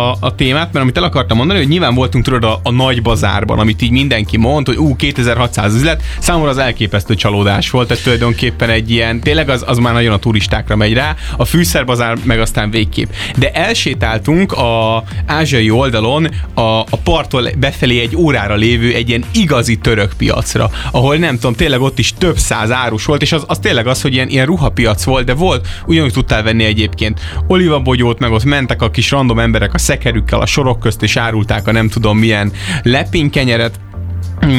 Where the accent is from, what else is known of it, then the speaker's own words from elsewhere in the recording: Hungary; now in Budapest, Hungary; mindenki kérdezte, hogy honnan származunk, mondtuk, hogy Hungary